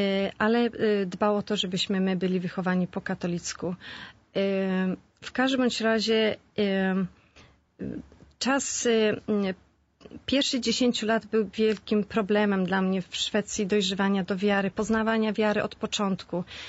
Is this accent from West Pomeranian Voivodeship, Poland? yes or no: yes; Świnoujście, West Pomeranian Voivodeship, Poland; born or raised there; moved away